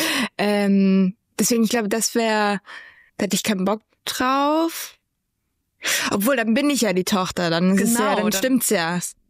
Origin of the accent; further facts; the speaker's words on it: Germany; okay, ich bin aus Deutschland, woher kennst du mich?